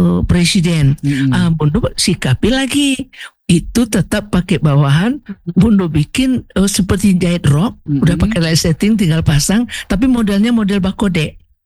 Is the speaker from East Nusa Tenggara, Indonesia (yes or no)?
no; West Sumatra, Indonesia; Kalau kita Minang enggak pakai batik di bawah.